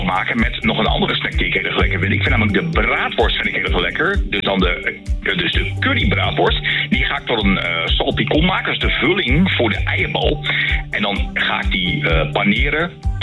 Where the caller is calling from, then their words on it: Groningen, Netherlands; Maar ik kom natuurlijk net als jullie collega, kom ik uit Groningen.